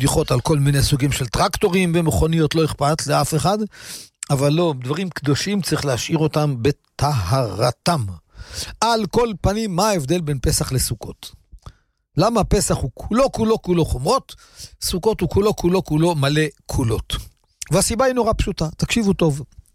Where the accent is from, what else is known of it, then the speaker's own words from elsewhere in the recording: Kiryat Ata, Haifa District, Israel; כמו בכפר עטה שאני גרתי בתור ילד